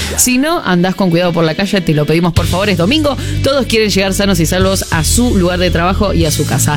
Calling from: Monte Buey, Córdoba, Argentina; ¿Cómo andan? … de Montebuey, Córdoba, te estamos escuchando.

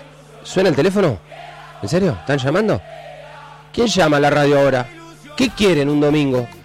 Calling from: Cipolletti, Río Negro, Argentina; Hola, buen día, … … de Cipolletti, 062, mi DNI.

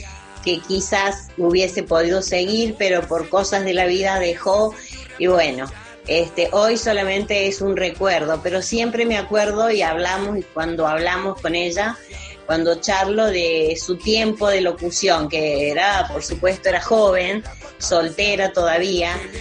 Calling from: Villa Mercedes, San Luis, Argentina; de Villa Mercedes.

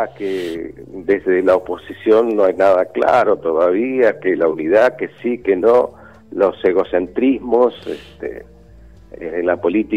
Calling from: Río Negro, Argentina; yo te estoy llamando de Río Negro

